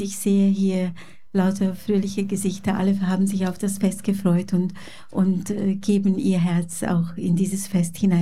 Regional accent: Switzerland; born there; also born or lived in Hungary; Ich bin gebürtige Ungarin, in Ungarn geboren und kam dann als kleines Kind in die Schweiz. Und ich bin eigentlich ungarisch-schweizerische Doppelbürgerin.

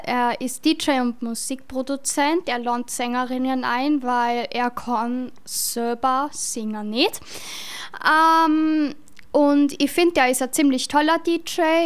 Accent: Bad Ischl, Upper Austria, Austria; Ich komme aus Bad Ischl.

